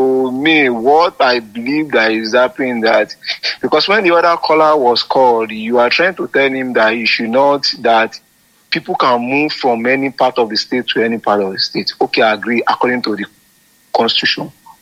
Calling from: Lagos, Nigeria; I'm calling from Surulere in Lagos State.

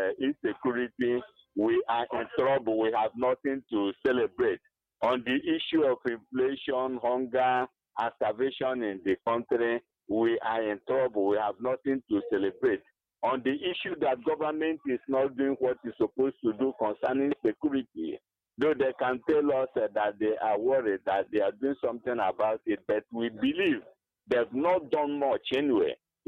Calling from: Enugu, Enugu State, Nigeria; I'm calling from Enugu.

